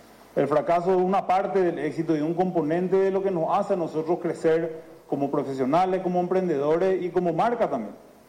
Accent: Paraguay; Tenemos que nosotros mismos como paraguayos

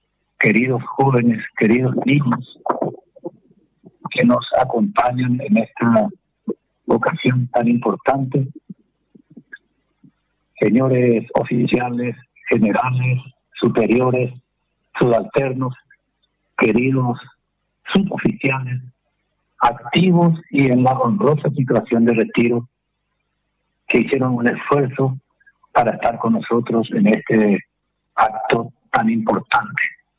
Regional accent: Paraguay; Y nosotros como paraguayos, los niños, los jóvenes, los grandes como nosotros, tenemos no solamente una responsabilidad, tenemos una obligación moral de recordar a nuestros héroes

